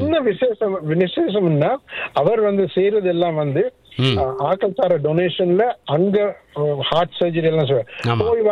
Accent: Sri Lanka; moved away; நான் வளர்ந்ததே நிறைய மழை பெய்யற ஒரு டவுன்ல தான் நான் வளர்ந்தேன் அங்க ஸ்ரீலங்கால.

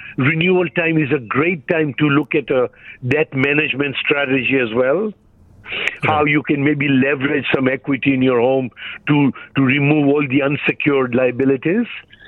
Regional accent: Tanzania; moved away; you can say I grew up in a British ruled type country. I'm actually, you'll be surprised if I tell you, I'm from East Africa. I'm from Tanzania.

